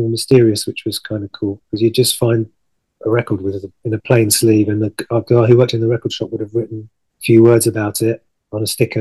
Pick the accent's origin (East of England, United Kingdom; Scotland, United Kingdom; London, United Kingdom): East of England, United Kingdom; Bedford; Where I grew up in Bedford